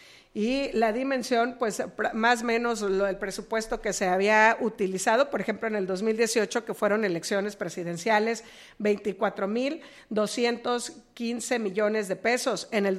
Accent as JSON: {"language": "Spanish", "country": "Mexico", "said": "la única responsabilidad que tenemos como mexicanos es ir a emitir el voto en las elecciones"}